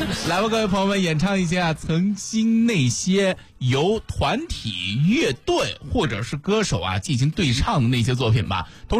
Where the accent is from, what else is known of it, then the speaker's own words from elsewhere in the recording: Xuzhou, Jiangsu, China; 我们徐州人很喜欢的乐队